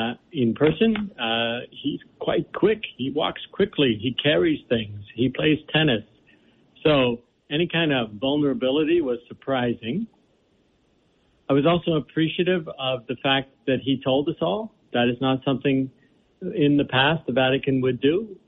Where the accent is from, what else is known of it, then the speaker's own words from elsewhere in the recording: Boston, Massachusetts, United States; you might know I'm from Boston.